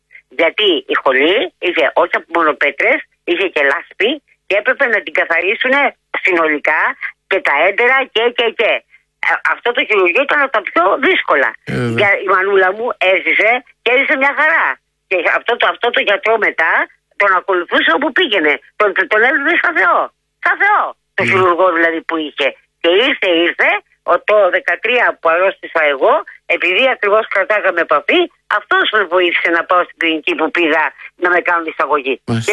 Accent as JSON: {"language": "Greek", "town": "Chalkida", "region": "Central Greece", "country": "Greece", "said": "Γιατί είμαι από την Χαλκίδα και δεν τη γυρίζω πίσω."}